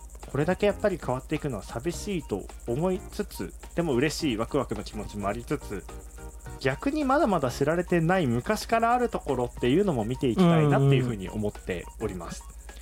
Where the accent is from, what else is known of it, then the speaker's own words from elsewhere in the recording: Omagari, Akita, Japan; その中でですね、僕らはこう大曲の出身なので、まあ、三井できる前どうだったかなとか